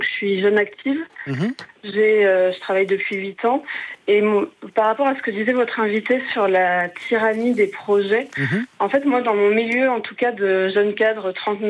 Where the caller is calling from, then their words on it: Lyon, Auvergne-Rhône-Alpes, France; J'appelle de Lyon.